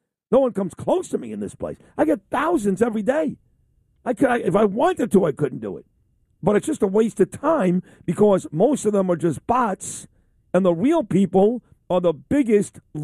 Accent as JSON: {"language": "English", "town": "Brooklyn", "region": "New York", "country": "United States", "said": "I'm a doofus from Brooklyn. I still consider myself an FAN guy."}